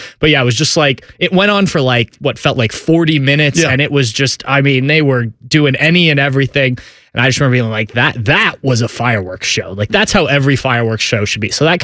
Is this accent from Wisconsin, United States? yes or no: no; Upper Arlington, Ohio, United States; born there; also born or lived in St. Louis, Missouri; And Upper Arlington, where I grew up after we moved from St. Louis